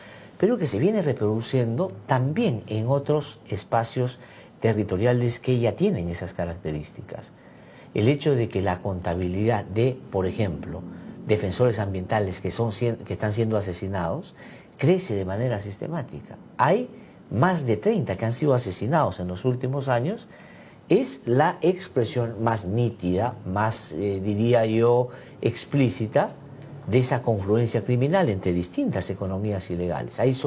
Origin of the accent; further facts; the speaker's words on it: Amazonas, Peru; porque mi tierra Amazonas es el Perú